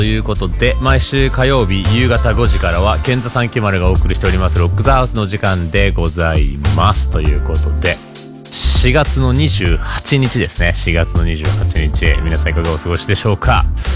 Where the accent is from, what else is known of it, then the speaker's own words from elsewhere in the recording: Machida, Tokyo, Japan; 僕が地元の町田から応援してるんですけど